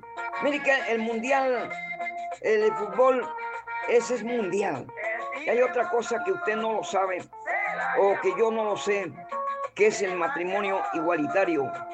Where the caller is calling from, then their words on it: Panama; Aquí en Panamá